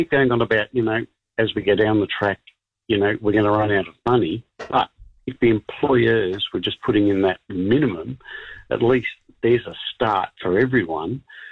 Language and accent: English; Australia; now in New Zealand; Yes. Hey, so I'm an Aussie living over here and loving it.